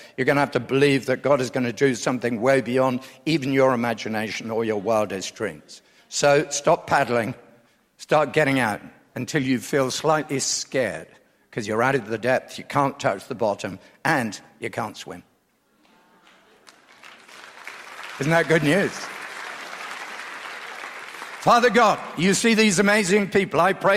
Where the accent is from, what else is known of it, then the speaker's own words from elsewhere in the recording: England, United Kingdom; I'm English. I was a good Anglican.